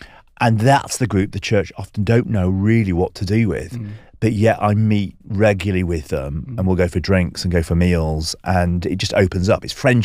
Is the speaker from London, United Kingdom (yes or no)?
no; Yorkshire and the Humber, United Kingdom; I grew up in West Yorkshire in a mining town. Really spent a lot of time with my grandparents on the local council estate